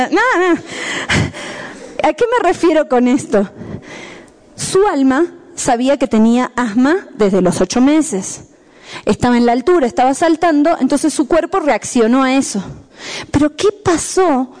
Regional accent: La Paz, Bolivia; born there

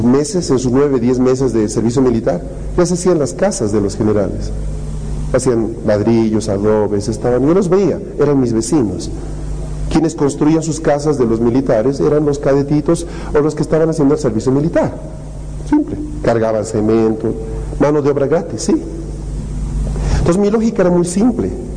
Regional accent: La Paz, Bolivia; Yo crecí en una zona en Bolonia donde yo veía a los conscriptos cómo hacían el servicio militar.

